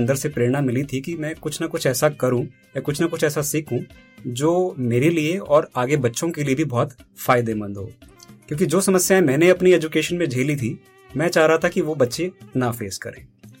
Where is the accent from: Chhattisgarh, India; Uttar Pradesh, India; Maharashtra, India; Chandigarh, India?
Chandigarh, India; born there; also born or lived in Barara; sir मेरा जन्म जो है वो चंडीगढ़ में हुआ और उसके बाद मेरी जो प्राथमिक शिक्षा है वो अलग अलग जगह पर रही